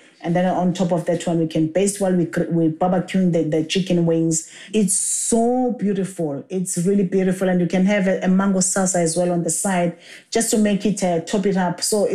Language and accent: English; Durban, KwaZulu-Natal, South Africa; the bunny chow is because I'm from Durban